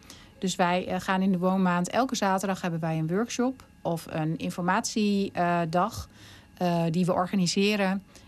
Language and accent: Dutch; Hattem, Gelderland, Netherlands; En ik moet zeggen, wij komen dan zelf uit Hattem. Ik heb wel roots in Heerde.